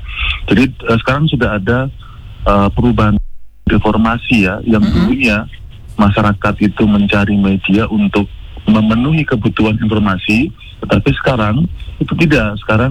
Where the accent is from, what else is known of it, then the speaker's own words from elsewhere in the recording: Yogyakarta, Special Region of Yogyakarta, Indonesia; karena saya dari Jogja ya